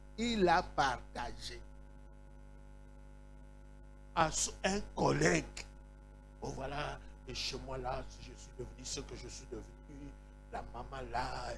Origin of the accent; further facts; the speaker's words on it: Kinshasa, DR Congo; aujourd'hui, chez nous, à Kinshasa, moi, je suis de Kinshasa.